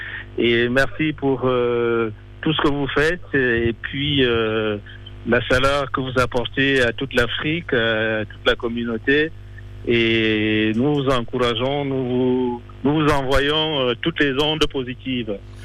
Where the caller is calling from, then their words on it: Grenoble, Auvergne-Rhône-Alpes, France; De Grenoble. Nous, on vient de Grenoble. Voilà, il y a deux familles qui arrivent de Grenoble.